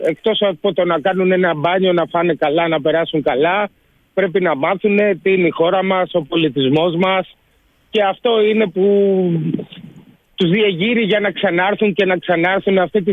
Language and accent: Greek; Piraeus, Attica, Greece; Εμείς που γεννηθήκαμε, Αντώνη, στον Πειραιά, ξέρεις ότι έχουμε μία με τη θάλασσα, έτσι, ένα άλλο contact.